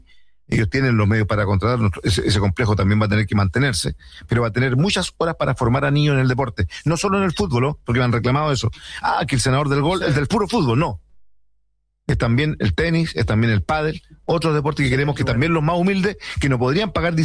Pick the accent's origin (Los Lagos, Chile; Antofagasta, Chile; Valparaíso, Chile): Los Lagos, Chile; Puerto Montt; Puerto Montt, porque ahí nos criamos, en la Villa Marina, al lado del Estadio Chinquihue.